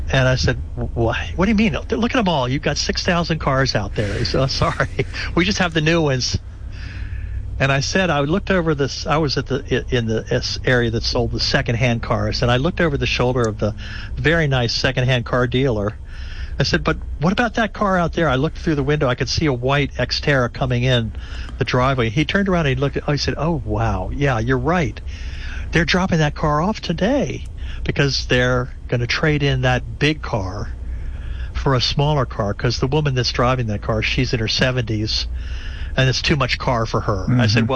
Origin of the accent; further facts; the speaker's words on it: Bethesda, Maryland, United States; I'm from Bethesda, Maryland.